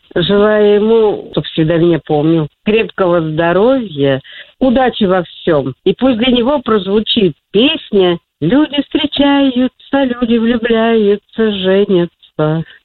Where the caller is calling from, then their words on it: Kemerovo, Kemerovo Oblast, Russia; я из Кемерово.